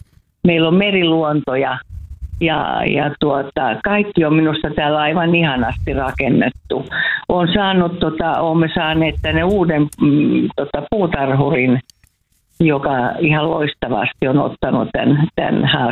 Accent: Kotka, Kymenlaakso, Finland; Soittelen täältä kotikaupungistani Kotkasta.

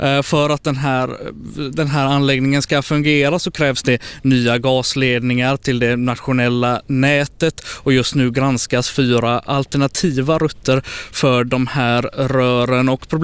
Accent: Gothenburg, Västra Götaland County, Sweden; Försöka hitta adresser, speciellt som göteborgare.

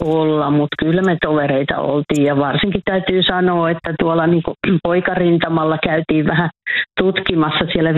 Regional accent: Mänttä, Pirkanmaa, Finland; now in Kotka, Finland; Tyttären luona itse asiassa ollaan täällä, niin melkein on ollut Kotkassa tai sitten jossain muualla ja tietysti nuorempana, niin siellä kotipaikkakunnalla Mäntä

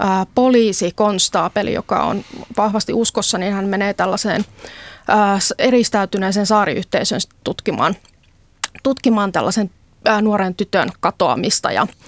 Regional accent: Imatra, South Karelia, Finland; moved away; itsehän olen siis Imatralta kotoisin alun perin

